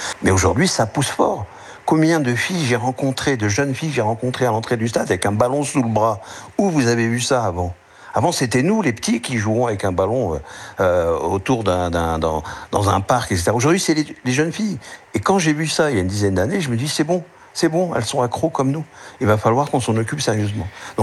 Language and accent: French; Île-de-France, France; chez nous, en Île-de-France